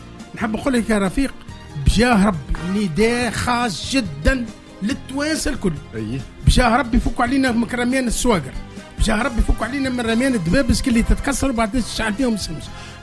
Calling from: Tunisia; ربي بقي على بلادنا الستر

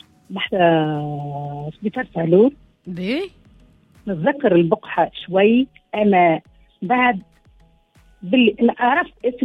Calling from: Kairouan, Kairouan Governorate, Tunisia

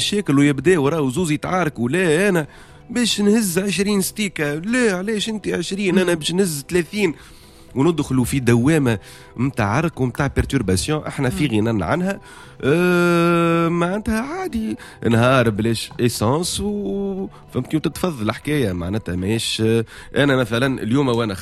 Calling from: Tunisia

